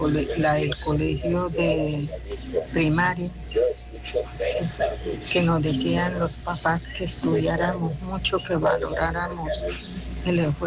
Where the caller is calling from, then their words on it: Colombia; yo soy fan de Radio Bésame, del barrio José A. Morales.